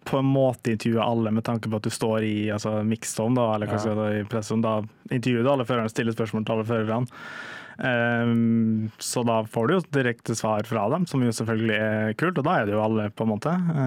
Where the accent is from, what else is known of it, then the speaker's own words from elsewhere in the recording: Molde, Møre og Romsdal, Norway; jeg vet ikke om det er fordi jeg er fra Molde, eller hva det er, men for der er det null bilsport